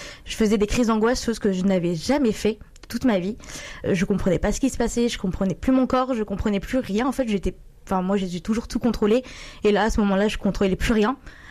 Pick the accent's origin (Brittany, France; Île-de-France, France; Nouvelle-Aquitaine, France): Nouvelle-Aquitaine, France; Vienne; moved away as an adult; Du coup, moi, je suis de la Vienne.